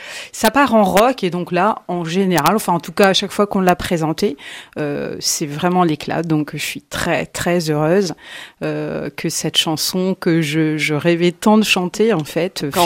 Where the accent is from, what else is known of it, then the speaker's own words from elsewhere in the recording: France; Nous sommes français